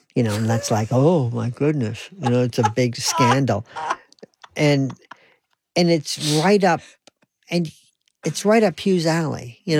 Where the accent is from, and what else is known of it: North Carolina, United States; born or raised there; also born or lived in New York